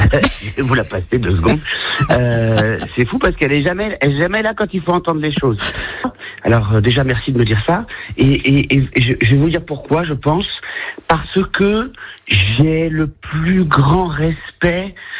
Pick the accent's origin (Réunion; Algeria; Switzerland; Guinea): Réunion; moved away; Dans un théâtre en plein air que j'ai vu tous les premiers spectacles de ma vie d'enfant à La Réunion.